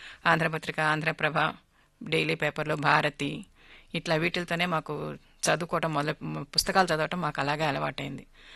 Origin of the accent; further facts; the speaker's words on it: Arugolanu, Andhra Pradesh, India; moved away; మాది కృష్ణా జిల్లా ఆరుగొలను అని మా ఊరు పల్లెటూరు అనమాట.